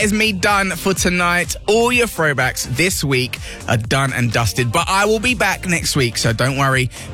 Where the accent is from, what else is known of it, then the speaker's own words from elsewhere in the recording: Antigua & Barbuda; I'm from Antigua